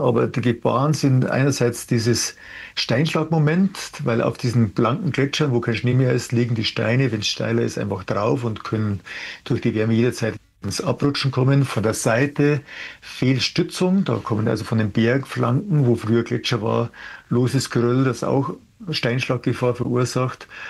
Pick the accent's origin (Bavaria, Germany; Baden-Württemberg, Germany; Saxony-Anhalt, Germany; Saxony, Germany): Bavaria, Germany; Und in den Voralpen, so in meiner Heimat, Berchtesgadener Berge, da wird momentan schon das Wasser mit Hubschraubern auf die Hütten geflogen